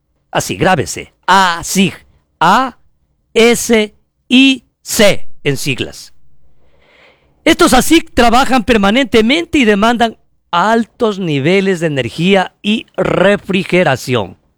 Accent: Palanda, Zamora-Chinchipe, Ecuador; el café de mi tierra, el café Mayu, el café de Palanda.

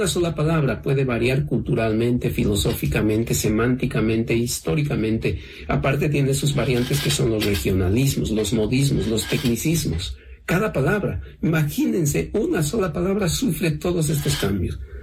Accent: Peru; tenemos esa dificultad nosotros como peruanos

